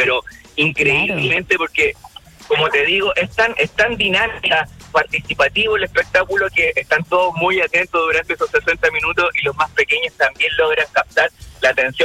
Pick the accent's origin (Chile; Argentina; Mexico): Argentina; Buenos Aires; Nosotros como porteños, comenzamos nuestra carrera artística a eso de los 16, 17 años